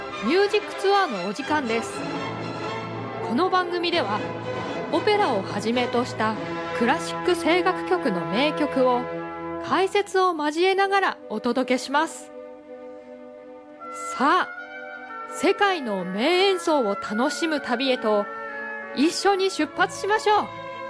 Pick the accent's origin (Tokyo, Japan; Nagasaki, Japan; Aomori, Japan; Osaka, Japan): Aomori, Japan; Hachinohe; お相手は私、八戸出身ソプラノ歌手の